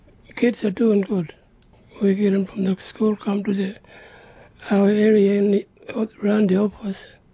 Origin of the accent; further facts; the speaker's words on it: Ikuntji, Northern Territory, Australia; also born or lived in Papunya; Well, Ikunji is my home. I was raised there from a little boy. I was born in Bubanya, but my family grew me up at Asplab, Ikunji. That's where I belong, because of my grandfather.